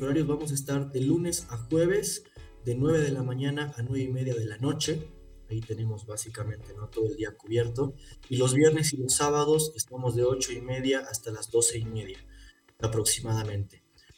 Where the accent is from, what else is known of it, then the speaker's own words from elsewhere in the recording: La Paz, Bolivia; como bolivianos y más que nada como paceños